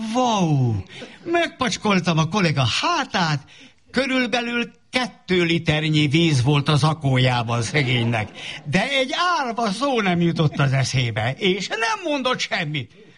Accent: Cegléd, Pest, Hungary; born there; also born or lived in Albertirsa; Én 1950-ben születtem, mégpedig szeptemberben, nem akárhol, Cegléden.

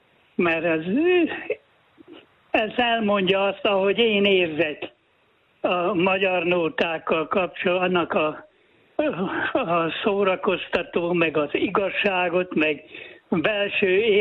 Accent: Heves, Hungary; a Hevesen születtem, ott éltünk gyermekkoromban

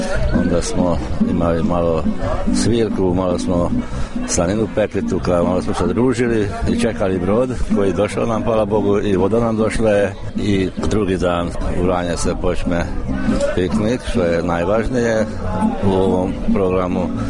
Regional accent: Podravina, Croatia; Pa naravno, kod nas u Podravini gostoprimstvo, to je najvažnije.

